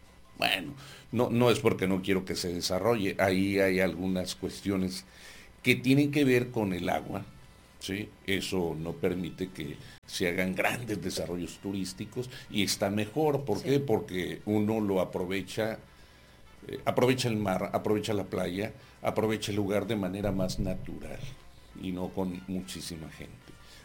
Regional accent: San Quintín, Baja California, Mexico; now in Tijuana, Mexico; Soy de San Quintín.

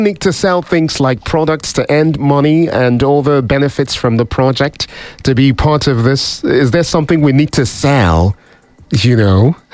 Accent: Nigeria

